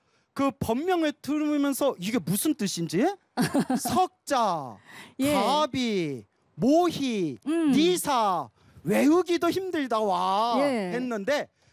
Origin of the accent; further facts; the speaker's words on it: South Korea; 정말 한국인으로서 자부심이 느껴지고 불자로서 자부심이 느껴집니다.